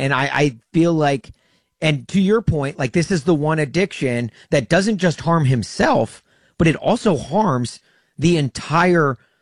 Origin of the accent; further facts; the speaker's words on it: Tennessee, United States; If look, my hometown team, the Tennessee Titans, we know you need all the help you can get. And I'm here to do it, baby. Sign the hometown kid, and let's